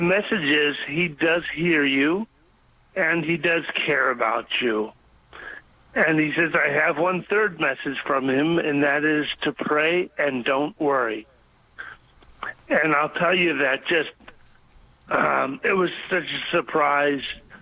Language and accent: English; Southern United States, United States; accent: Southern; But when I've called you in the past, I sound like a Southern guy.